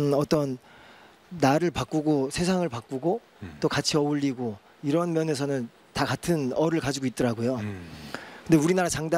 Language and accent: Korean; South Korea; 제가 한국 사람이니까